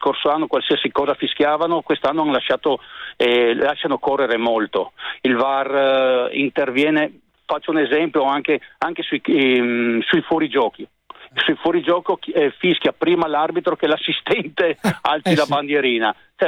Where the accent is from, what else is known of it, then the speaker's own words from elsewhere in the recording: Friuli-Venezia Giulia, Italy; io sono friulano